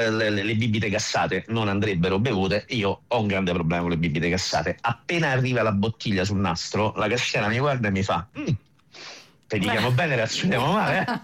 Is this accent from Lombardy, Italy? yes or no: no; Ostia, Lazio, Italy; Ancora oggi i colleghi, quando scoprono che io vengo da Ostia, mi danno una pacca sulla spalla